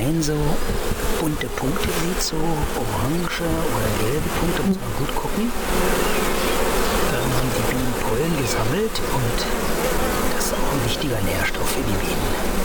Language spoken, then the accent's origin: German; Saxony-Anhalt, Germany; Ich bin ja in Altmark geboren und groß geworden. Ich hatte eine wunderschöne Kindheit und Jugend.